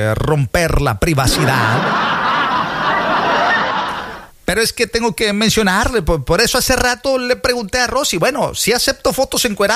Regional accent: Tierra Blanca, Mexico; allá en Tierra Blanca, de donde sí soy, allá decimos, si no le cabe, no reparta

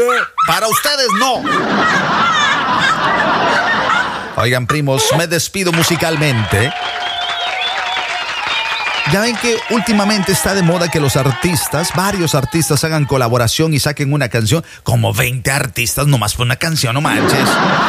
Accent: Veracruz, Mexico; Y yo soy jarocho.

